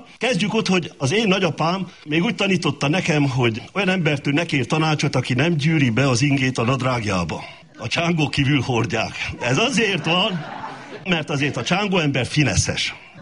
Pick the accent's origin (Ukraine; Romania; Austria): Romania; Székely Land; Hát hölgyeim és uraim, az én szülőfalumban nem volt túlsúlyos ember. Az akkori öregek is szikárak voltak a sok munkától, az étkezéstől, a jó minőségű ételtől. De ami még furább számomra, hogy Székelyföldön nem létezett olyan, hogy fogyókúra